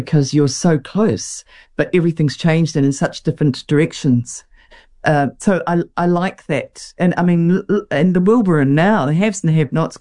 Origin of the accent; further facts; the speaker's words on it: Wellington, New Zealand; having a Kiwi childhood in the 60s and 70s in New Zealand, this feels like such a blessing now, because I think where I grew up in Wellington